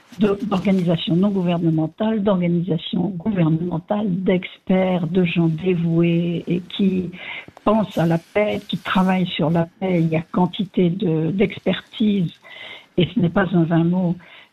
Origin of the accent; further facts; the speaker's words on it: France; now in Rome, Italy; Je suis française, je vis à Rome, et j'ai vécu à Paris, j'ai vécu dans d'autres capitales du monde.